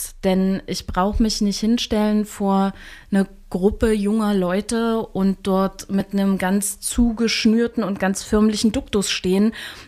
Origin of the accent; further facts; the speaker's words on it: Thuringia, Germany; Also gerade dort, wo ich herkomme, aus Thüringen